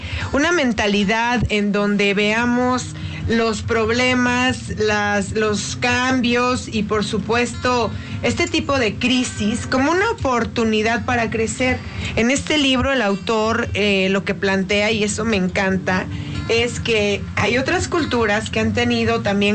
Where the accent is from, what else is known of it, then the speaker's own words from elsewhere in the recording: Mexico; como mexicanos, tenemos que hacer mucho esto